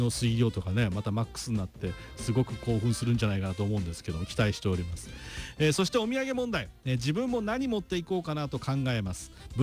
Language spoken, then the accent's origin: Japanese; Sano, Tochigi, Japan; ふるさとの佐野市の日大ですから